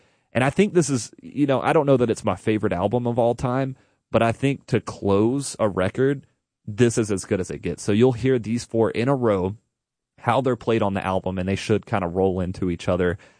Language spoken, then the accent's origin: English; Spring City, Tennessee, United States; I'm from Spring City, Tennessee, which is about an hour north via US 27.